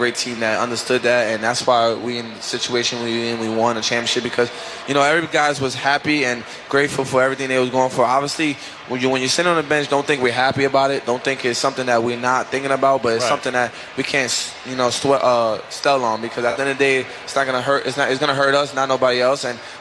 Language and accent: English; Brooklyn, New York, United States; also born or lived in Queens; like I said, I was from Brooklyn, born and raised there. And then I moved to Queens and it was just all over from there.